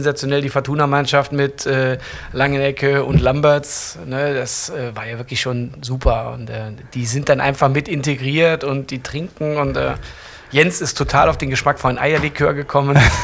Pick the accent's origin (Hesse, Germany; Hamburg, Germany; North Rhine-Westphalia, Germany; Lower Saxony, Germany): North Rhine-Westphalia, Germany; Düsseldorf; ich bin Düsseldorfer durch und durch und ich liebe die Stadt. Das ist meine Heimat.